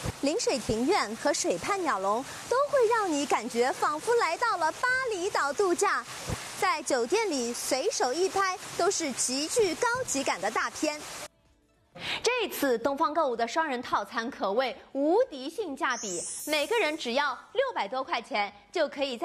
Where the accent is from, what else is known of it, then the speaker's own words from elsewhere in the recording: Shanghai, China; 我们上海人呢，一般去杭州跑西湖，